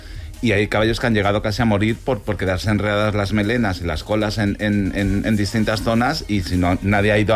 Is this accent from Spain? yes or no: yes; Galicia, Spain; Es maravillosa, es de mi tierra esa tradición, claro, y es increíble